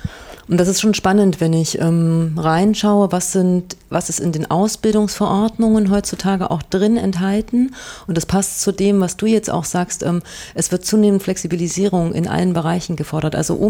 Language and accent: German; Jena, Thuringia, Germany; Ich komme ja aus Jena